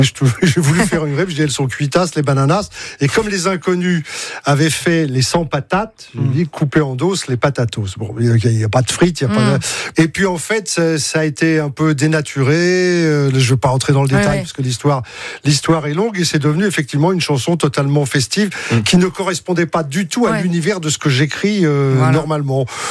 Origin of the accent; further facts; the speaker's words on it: Paris, Île-de-France, France; moi, je suis un Parigot.